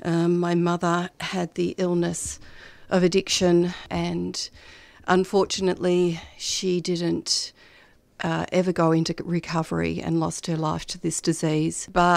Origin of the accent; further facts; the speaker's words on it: Melbourne, Victoria, Australia; also born or lived in Sydney; So I was born in Sydney. We came down to Melbourne when I was two.